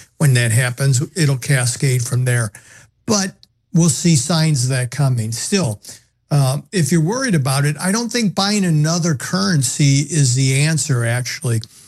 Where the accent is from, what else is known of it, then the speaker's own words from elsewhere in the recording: United States; maybe I'm a little biased because I'm an American